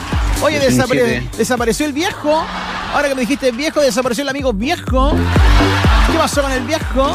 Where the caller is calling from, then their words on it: Laguna Verde, Valparaíso, Chile; de Laguna Verde.